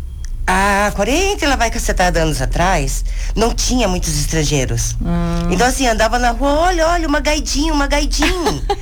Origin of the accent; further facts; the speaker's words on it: Japan; moved away as an adult; also born or lived in Anita Garibaldi, Brazil; now in Brazil; E fiquei até meus 21 anos no Japão.